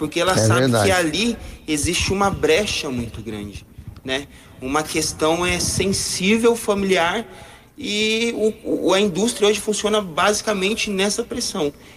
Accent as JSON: {"language": "Portuguese", "region": "Rondônia", "country": "Brazil", "moved": "as an adult", "said": "eu sou do estado de Rondônia e vim para cá terminar"}